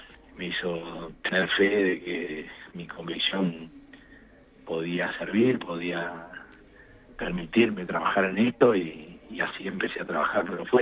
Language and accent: Spanish; Paraná, Entre Ríos, Argentina; yo me fui a mi casa de Paraná, donde yo nací, y se los hice a mis hermanos, así nomás, rudimentariamente, en el garage de la casa de mi viejo, donde yo soñaba con ser actor cuando era chico